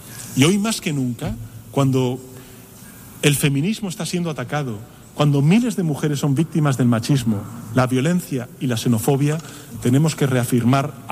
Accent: Spain; En mi país, señoras y señores, España

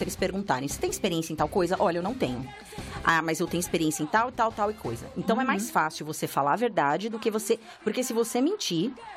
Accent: Brazil; Só que aí acaba, você acaba, como brasileiro, desconfiando de todo mundo.

